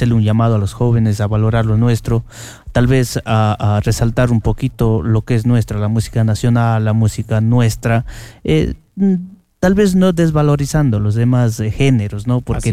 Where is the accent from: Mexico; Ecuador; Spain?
Ecuador; nos ayuda a la identificación como ecuatorianos que somos.